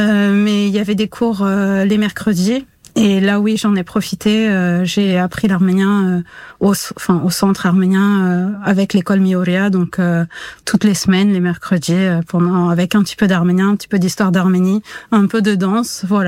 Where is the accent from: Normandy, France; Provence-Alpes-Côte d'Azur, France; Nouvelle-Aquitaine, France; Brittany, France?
Provence-Alpes-Côte d'Azur, France; Nice; Alors, moi, je suis originaire de Nice, donc je suis née à Nice, j'ai grandi là-bas. C'était un challenge déjà de pouvoir rester arménien dans ces conditions, puisque c'est une petite communauté.